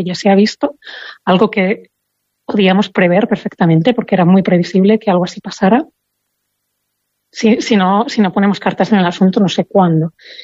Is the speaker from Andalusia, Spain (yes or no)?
no; Tiétar Valley, Castile and León, Spain; yo soy del Valle del Tietar